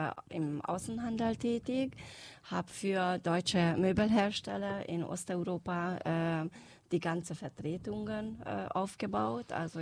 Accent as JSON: {"language": "German", "town": "Pilisszentiván", "region": "Pest", "country": "Hungary", "said": "Ich stamme aus Pilis-Sankt-Ivan, aus Sankt-Ivan bei Ofen, eine ungarn-deutsche Gemeinde in der Ofener Bergland."}